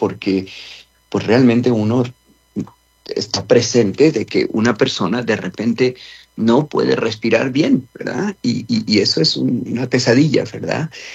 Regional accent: Mexico; now in United States; Yo crecí en México

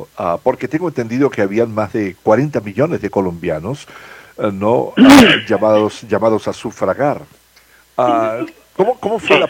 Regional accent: Venezuela; Yo soy venezolano

